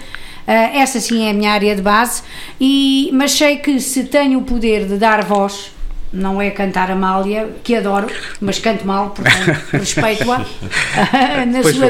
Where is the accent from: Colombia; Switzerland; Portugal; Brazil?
Portugal; Alentejo; moved away; eu sou do Alentejo